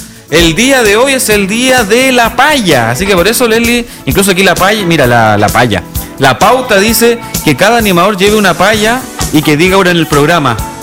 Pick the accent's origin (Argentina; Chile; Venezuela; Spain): Chile; Eso nos distingue como chileno.